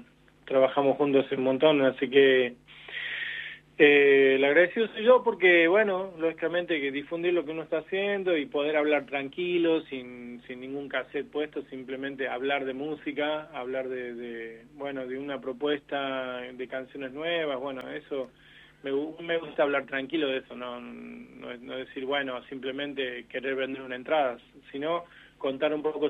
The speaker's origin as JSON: {"language": "Spanish", "town": "Frías", "region": "Santiago del Estero", "country": "Argentina", "tie": "born or raised there", "moved": "yes", "said": "mi pueblo natal, que es Frías"}